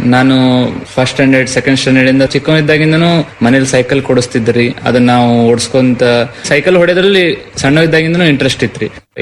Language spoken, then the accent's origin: Kannada; Shiggaon, Karnataka, India; Shiggaon, Haveri district Shiggaon ನಂದು.